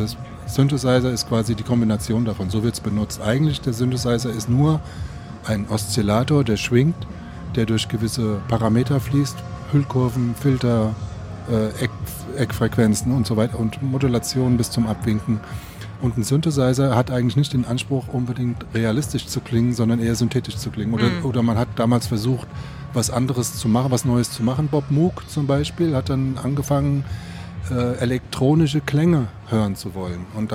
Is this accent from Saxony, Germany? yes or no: no; Frankfurt, Hesse, Germany; Ich bin ja aus Frankfurt und an der Frankfurter Musikmesse stand auf einmal dieses riesenschwarze Teil